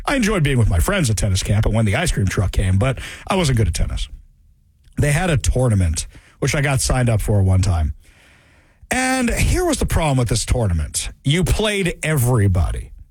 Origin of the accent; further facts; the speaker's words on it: Westchester, New York, United States; I grew up in Westchester, New York.